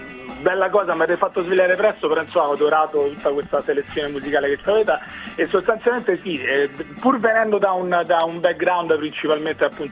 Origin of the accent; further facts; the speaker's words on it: Rome, Lazio, Italy; perciò sono di Roma e ti dico quella